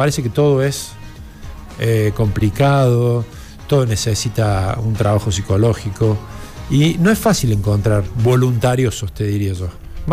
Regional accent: Argentina

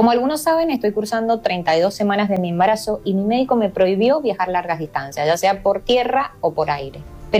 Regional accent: Argentina; Y es mi derecho, mi deber y mi obligación como argentina y mujer del interior defender a los ciudadanos que me votaron.

